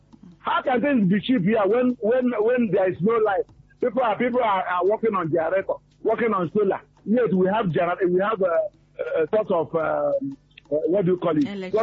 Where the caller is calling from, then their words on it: Elebu, Nigeria; I'm calling from Elebu.